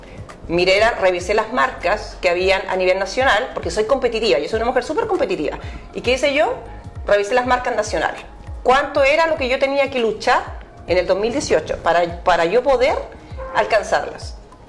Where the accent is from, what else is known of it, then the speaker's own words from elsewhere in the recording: Tomé, Biobío, Chile; Yo nací acá en Tomé el 11 de diciembre de 1974.